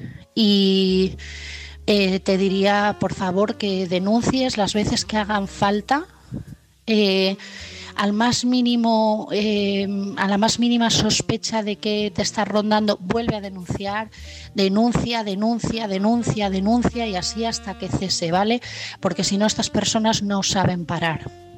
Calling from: Asturias, Spain; de Asturias

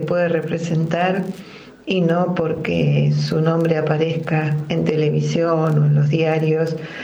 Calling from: Buenos Aires, Argentina; de Devot.

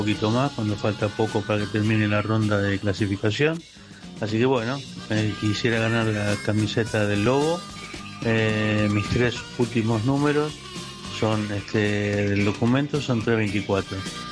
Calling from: San Miguel, Argentina

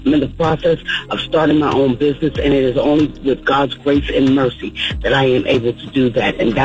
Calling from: Georgia, United States; I'm calling from University, Georgia

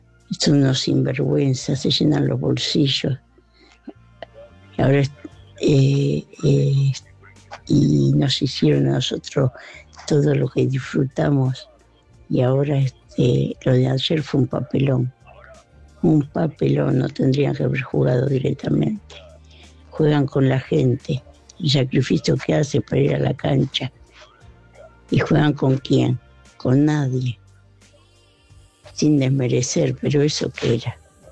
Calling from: Castelar, Buenos Aires Province, Argentina; de Castelar

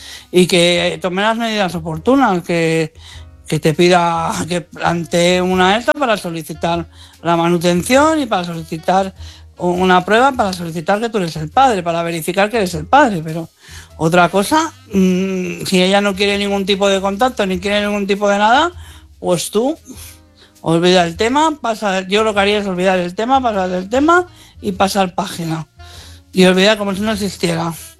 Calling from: Madrid, Community of Madrid, Spain; de Madrid.

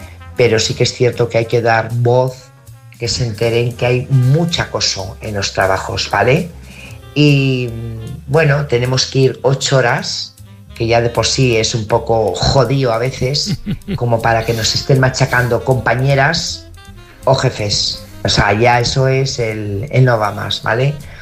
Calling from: Burgos, Castile and León, Spain; Buenas noches … corresponsal de Burgos.

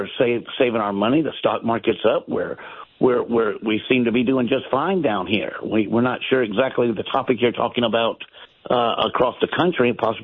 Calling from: South Carolina, United States; We couldn't be happier here in South Carolina.

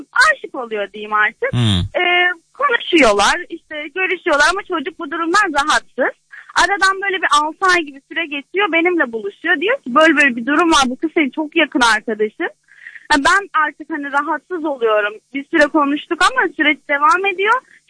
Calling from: Ankara, Turkey; Ankara'dan arıyorum.

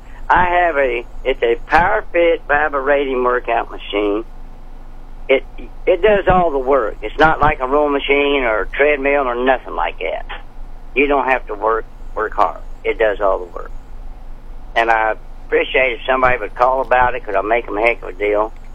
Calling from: Franklin, Missouri, United States; Franklin, Missouri.

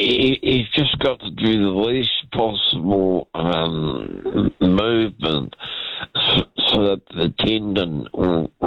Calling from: Christchurch, Canterbury, New Zealand; it's cold down here in Christchurch.

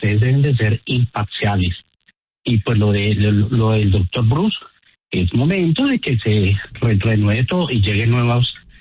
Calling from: Bogotá, Colombia; Muy buenos días desde Bogotá.

